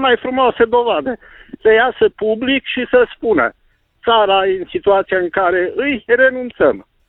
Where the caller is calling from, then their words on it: Cluj-Napoca, Cluj County, Romania; din Cluj.